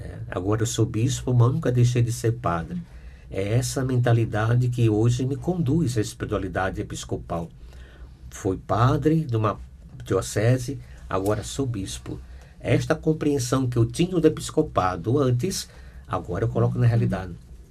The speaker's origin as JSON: {"language": "Portuguese", "region": "Maranhão", "country": "Brazil", "tie": "born or raised there", "moved": "as an adult", "lives_now": "Propriá, Brazil", "said": "Do Maranhão. Vim do Maranhão, obedecendo à igreja"}